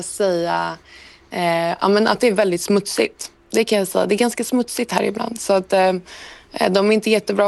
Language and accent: Swedish; Sweden; now in Paris, France; som svensk